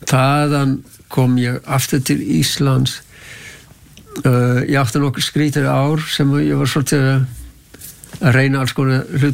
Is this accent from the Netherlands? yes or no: yes; Netherlands; now in Iceland; Ég bjó í Amsterdam þegar ég kom úr Varmlandi, fór heim til Hollands og svo komum við úr Stóritjörn